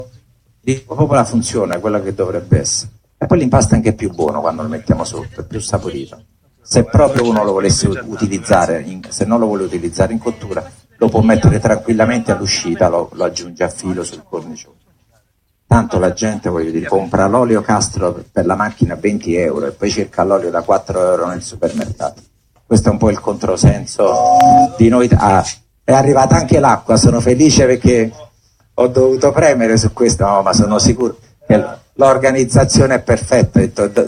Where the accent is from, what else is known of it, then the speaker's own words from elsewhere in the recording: Naples, Campania, Italy; io non sono italiano, io sono napoletano, dico sempre